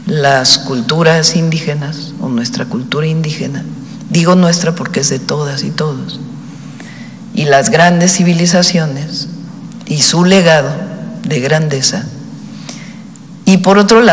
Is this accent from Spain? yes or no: no; Mexico; tiene que ver mucho con recuperar la dignidad de lo que somos como mexicanas y mexicanos.